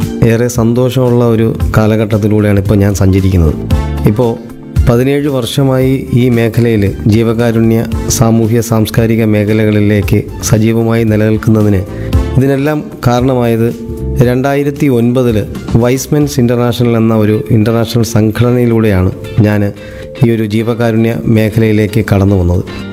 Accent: Kollam, Kerala, India; ശരിക്കും സ്വദേശം കൊല്ലം പള്ളിമുക്കിലാണ്. ഇപ്പൊ താമസിക്കുന്നത് കൊട്ടിയത്താണ്.

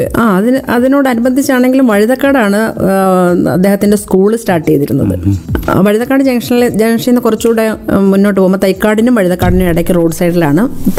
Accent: Kottayam, Kerala, India; moved away as an adult; also born or lived in Thiruvananthapuram; ഞാൻ കോട്ടയത്താണ് ജനിച്ചത്. അവിടെയാണ് എൻ്റെ പ്രാഥമികമായിട്ടുള്ള വിദ്യാഭ്യാസമൊക്കെ നടത്തിയിട്ടുള്ളത്. ഞാൻ ചെറുതിലെ സെയിൻറ്റ് ആൻസ് സ്കൂളിലാണ് പഠിച്ചത്. അത് കഴിഞ്ഞിട്ട് പിന്നെ CMS കോളേജിലാണ് പ്രീ ഡിഗ്രിയൊക്കെ ചെയ്തത്.

